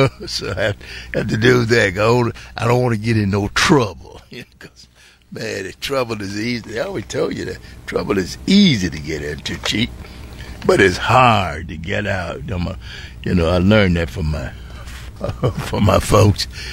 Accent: Mississippi, United States; Like in my home state of Mississippi

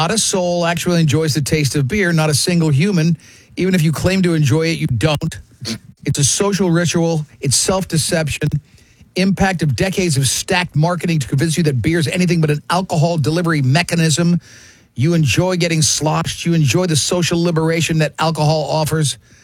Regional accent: Brooklyn, New York, United States; born there; You know, just I was born in Brooklyn. Am I a hipster Brooklyn douche?

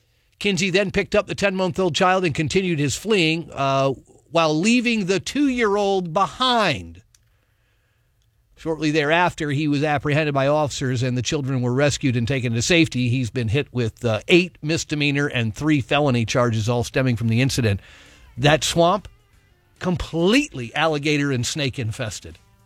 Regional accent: Lakeland, Florida, United States; my hometown, Lakeland, Florida.

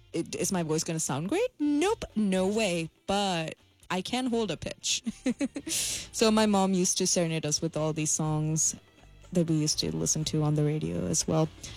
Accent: Kochi, Kerala, India; moved away; growing up as a little girl in Kochi, Kerala, India.

